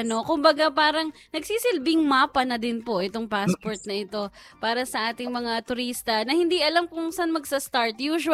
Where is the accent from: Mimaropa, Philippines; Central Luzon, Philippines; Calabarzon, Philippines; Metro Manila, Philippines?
Central Luzon, Philippines; dahil ako po ay taga Bulacan eh, hindi naman po ako taga Quezon City